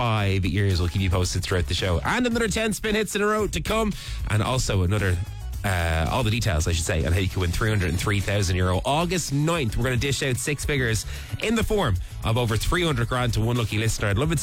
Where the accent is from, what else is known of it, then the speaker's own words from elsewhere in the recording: Dublin, Leinster, Ireland; now in Wicklow, Ireland; I'm not from County Mayo, from Dublin. I live in Wicklow.